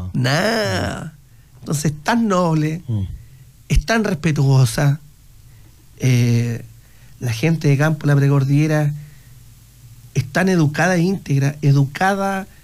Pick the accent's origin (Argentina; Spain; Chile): Chile; la envidia es nuestro peor capital como sociedad chilena, creo yo.